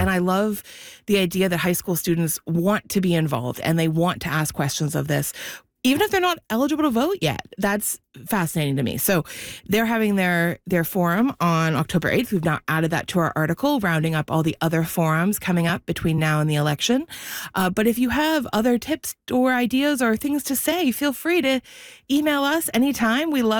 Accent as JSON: {"language": "English", "town": "Kingston", "region": "Ontario", "country": "Canada", "said": "I'm from Kingston, so maybe I'm thinking like Sir John A. McDonald."}